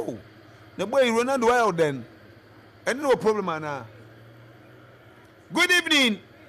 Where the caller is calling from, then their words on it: Sekondi, Western Region, Ghana; Good evening. … from Sekendi.